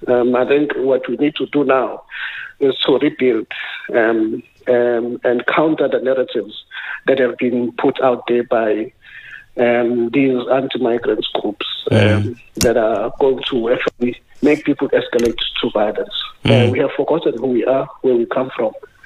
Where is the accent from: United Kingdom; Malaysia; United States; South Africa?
South Africa; KwaZulu-Natal; also born or lived in Matatiele; I grew up in KZN. I speak fluent Zulu. I'm a Sotho. I'm from Matatiel. I speak fluent Sotho. I speak English. I speak Tswana. I speak Sepedi.